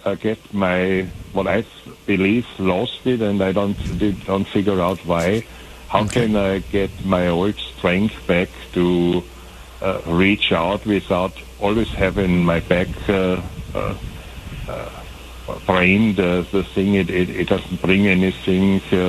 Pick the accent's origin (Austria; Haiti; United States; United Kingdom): Austria; I get a large inheritance from my mom, two houses in Austria, my home country, and over here I get money